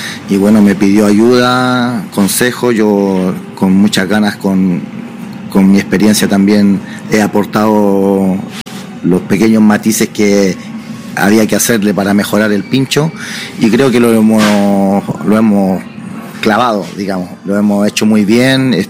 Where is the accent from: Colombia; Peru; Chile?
Chile; now in San Sebastián, Spain; ya sabe que llevo años en la cocina y que soy chileno